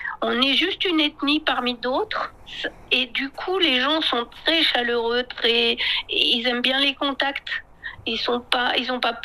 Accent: France

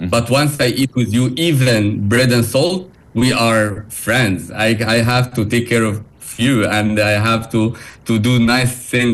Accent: Egypt; English is a second language; moved away as an adult; now in China; I grew up in Egypt and I left to China when I was 21 or 22 years old. I was also very young. I lived for a long time, around 14 years.

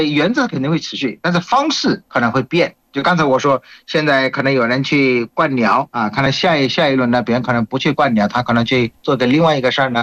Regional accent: Bangladesh; Chinese is a second language; 我是来自于孟加拉国的

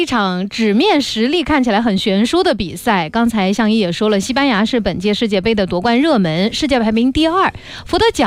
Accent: China

